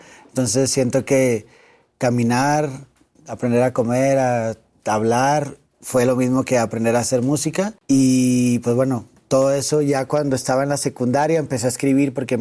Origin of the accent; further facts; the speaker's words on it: Monterrey, Nuevo León, Mexico; now in Mexico City, Mexico; yo creo que la primera vez que salí de Monterrey para acá a la ciudad, mi depa estaba vacío